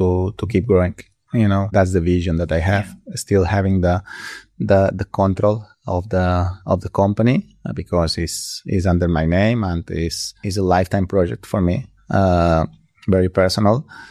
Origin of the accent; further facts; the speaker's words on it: Balearic Islands, Spain; No, I mean, we are from Mallorca. We are a small island. Well, not that small, but and we are from a village now.